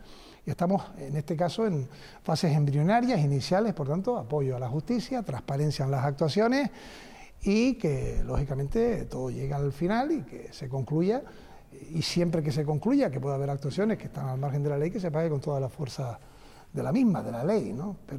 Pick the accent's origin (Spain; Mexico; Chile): Spain; Canary Islands; en mi tierra y en Canarias